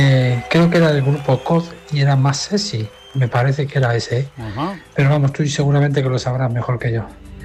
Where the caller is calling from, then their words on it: Navahermosa, Castilla-La Mancha, Spain; de Navahermosa.